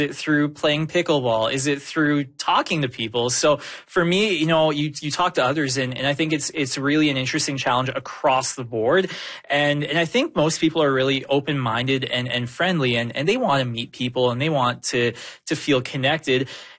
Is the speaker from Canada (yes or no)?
yes; Alberta, Canada; also born or lived in Montreal; now in Calgary, Canada; I moved to Calgary 6 years ago from Montreal. I grew up in Alberta, mind you, but the social climate from Montreal to Calgary is wildly different, and I had struggles.